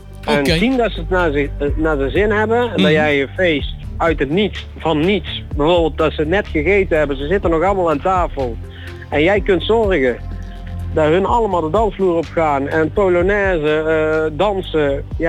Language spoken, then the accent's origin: Dutch; North Brabant, Netherlands; dat ik uit Brabant kom.